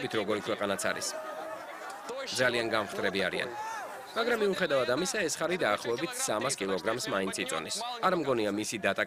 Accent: Zanzibar City, Zanzibar, Tanzania; სტოუნთაუნში გავიზარდე. ეს დედამიწაზე საუკეთესო ქალაქია.

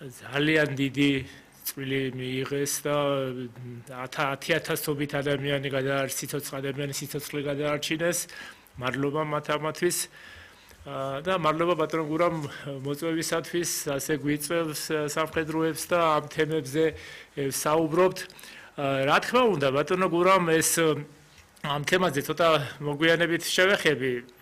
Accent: Western Georgia, Georgia; იმიტომ რომ მე თვითონ დასავლეთიდან ვარ

